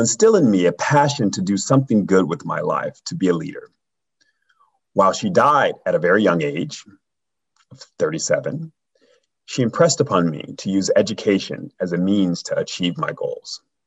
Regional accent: Los Angeles, California, United States; now in San Diego, United States; growing up in Compton and Watts during the 70s and 80s posed a particular challenge to young Black men.

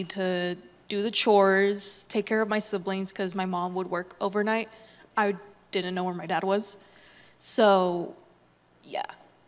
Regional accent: Los Angeles, California, United States; moved away as an adult; now in Santa Barbara, United States; I grew up in LA, raised and born, or born and raised, actually, not the reverse.

